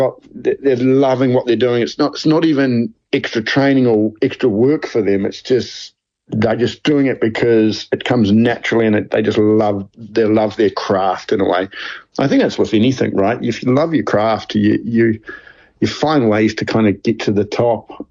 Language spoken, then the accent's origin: English; New Zealand; moved away; growing up in New Zealand